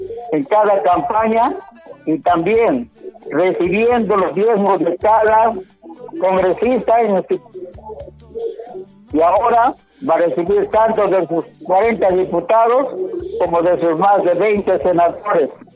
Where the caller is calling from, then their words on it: Chimbote, Ancash, Peru; mi saludo al pueblo ancashino y peruano. Y hablo desde Chimbote